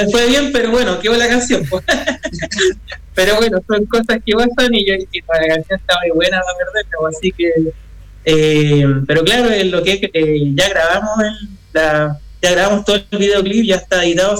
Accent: Santiago, Santiago Metropolitan Region, Chile; somos todos acá de Santiago, la verdad.

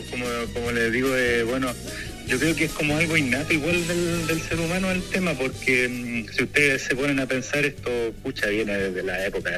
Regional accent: Constitución, Maule, Chile; Yo vengo de Constitución.

